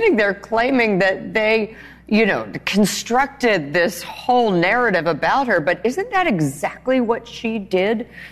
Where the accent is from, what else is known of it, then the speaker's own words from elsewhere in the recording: Cincinnati, Ohio, United States; I am from Ohio.